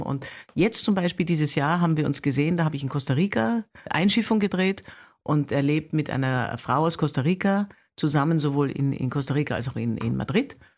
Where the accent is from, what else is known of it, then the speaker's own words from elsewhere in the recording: Munich, Bavaria, Germany; born there; Ich bin ja in München geboren, weil sie da beide am Residenztheater engagiert waren.